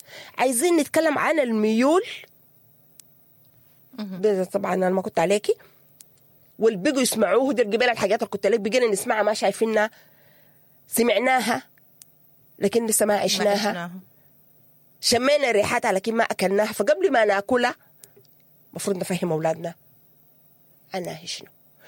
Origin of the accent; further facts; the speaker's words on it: Sudan; نحن سودانيين